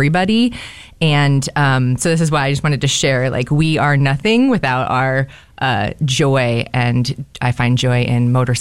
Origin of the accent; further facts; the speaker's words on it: Seattle, Washington, United States; now in Bellingham, United States; And though I was born and raised in Seattle, I've spent the last 20 years here in Bellingham.